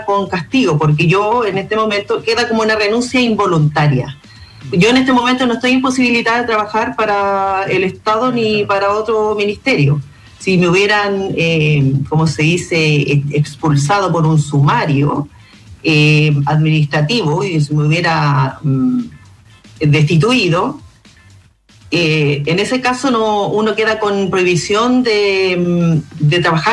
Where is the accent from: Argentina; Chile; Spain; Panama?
Chile; Valparaíso; se estaba trabajando y eso lo sé yo, porque soy de Rapa Nui